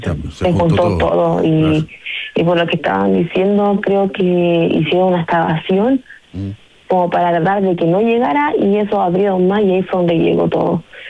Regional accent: Talca, Maule, Chile; now in Ovalle, Chile

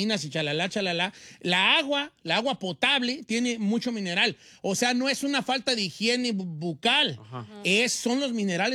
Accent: Mexico; y nosotros los mexicanos decimos, ¡ay, la señorita Laura!

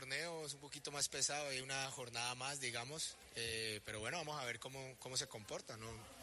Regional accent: Colombia; Eso es lo que queremos todos como colombianos.

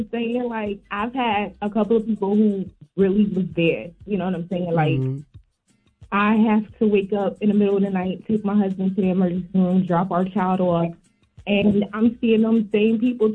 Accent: Connecticut, United States; now in North Carolina, United States; I'm from Connecticut, but I reside now in North Carolina.

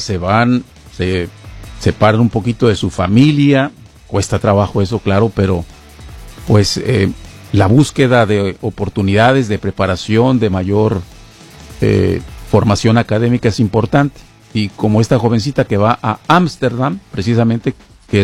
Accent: Mexico; moved away; como latinos, como hispanos, como en este caso como mexicanos

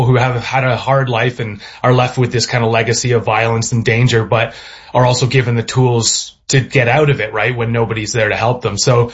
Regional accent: Midland, Ontario, Canada; I'm writing about a fictionalized version of North Simcoe County, Midland, Ontario, and the surrounding areas where I'm from.

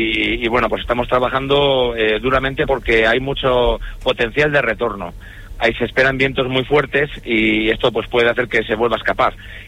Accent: Basque Country, Spain; nosotros en el País Vasco tenemos un bosque más fresco

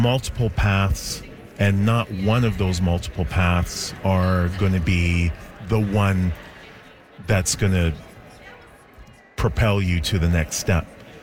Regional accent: Canada; So it's cool that being a Canadian artist is coming into form these days.

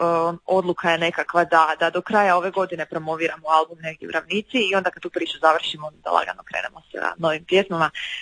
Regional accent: Slavonia, Croatia; Ja sam inače iz Slavonije i svirala sam tamburu prije nego što sam počela, tako da me puno toga veže uz tu glazbu

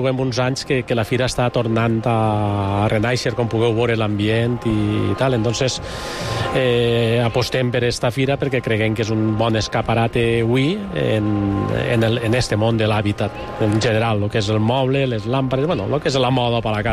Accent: Valencian Community, Spain; com soc valencià

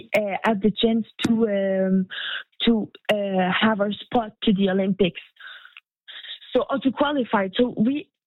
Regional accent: Sherbrooke, Quebec, Canada; I went back to my hometown for university because they have a very good civil engineering program here. And I came back to live with my family.

